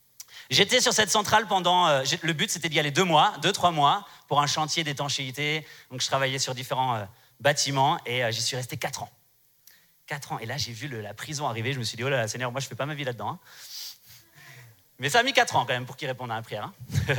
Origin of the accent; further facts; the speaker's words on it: Strasbourg, Grand Est, France; Je viens de Strasbourg, je vous l'ai dit hier, pour ceux qui viennent là cet après-midi, Strasbourg, c'est en France.